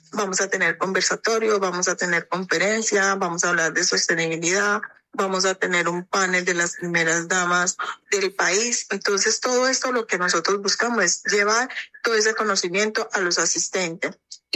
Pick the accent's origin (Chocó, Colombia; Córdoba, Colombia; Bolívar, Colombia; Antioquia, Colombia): Antioquia, Colombia; Medellín; De Medellín, soy de parte de Antioquia